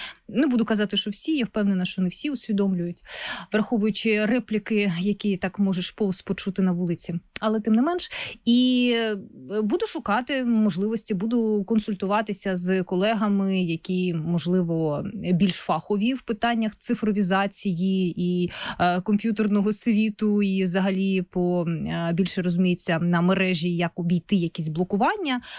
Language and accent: Ukrainian; Luhansk Oblast, Ukraine; я сама з Луганщини, і на Луганщині, на певній частині Луганщини, це була прям проблема. От той регіон, з якого я, у нас води не було місяцями